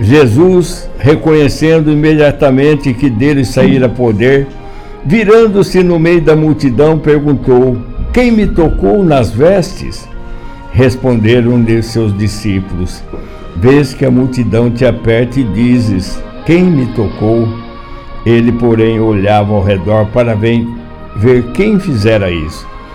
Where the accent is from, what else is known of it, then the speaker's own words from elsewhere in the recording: Brazil; como a gente diz aqui no popular, aqui no Brasil